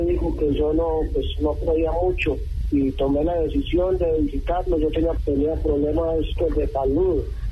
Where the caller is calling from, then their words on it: Guarne, Antioquia, Colombia; aquí en el municipio de Guarne.